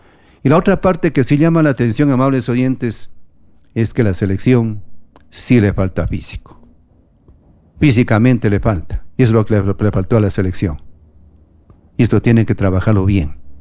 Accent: Ecuador; nosotros como aficionados, como ecuatorianos

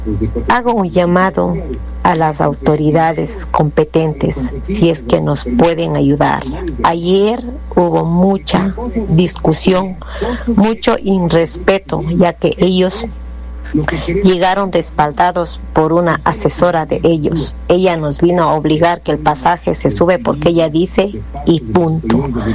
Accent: Azuay, Ecuador; Soy una oriunda de Barabón Grande, sector La Inmaculada.

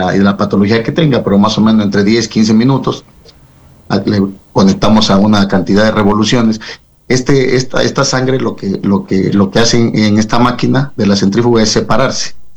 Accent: Cuenca, Azuay, Ecuador; soy de Cuenca

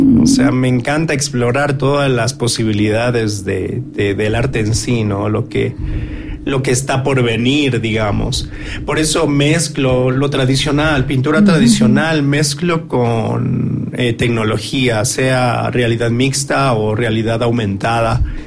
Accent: Cuenca, Azuay, Ecuador; moved away as an adult; also born or lived in Dubai; es parte de mi país, de mi ciudad, de mi gente, de mi pueblo, de mi identidad. Entonces, retornar a Cuenca

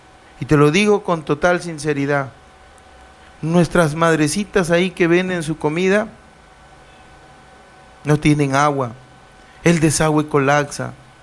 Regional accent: Túcume, Lambayeque, Peru

